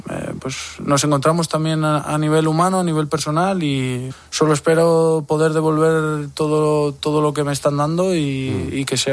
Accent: Spain; Creo que tenemos que dar más valor, sobre todo nosotros que somos españoles, a lo que es ganar un Mundial.

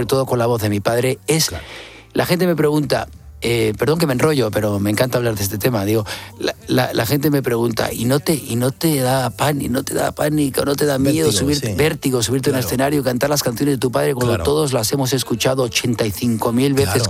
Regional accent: Spain; moved away; en mi país, en España

